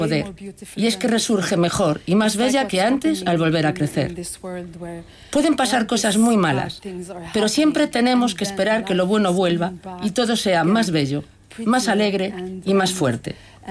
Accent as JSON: {"language": "Spanish", "country": "Lebanon", "said": "Y puedo decir, justamente yo que vengo del Líbano, me siento más o menos como mi personaje en la obra."}